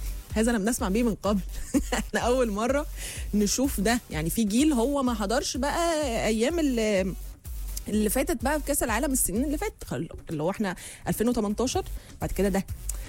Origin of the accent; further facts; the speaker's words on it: Egypt; على فكرة احنا مصريين. في الفخر ده اللي عندنا، اللي هو احنا مصريين،